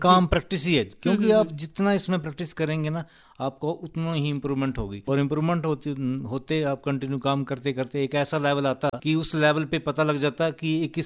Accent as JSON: {"language": "Hindi", "area": "Kangra", "region": "Himachal Pradesh", "country": "India", "said": "मैं कांगड़ा प्रॉपर बाजार शहर के साथ, मेरा एक छोटा सा गांव है रिलेशन के साथ, वहां से मैं बिलोंग करता हूँ।"}